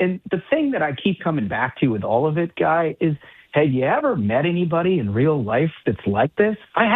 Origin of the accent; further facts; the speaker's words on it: Midwest, United States; but you know, I grew up in the Midwest, and I've gotten to know an awful lot of people in communities all across this country.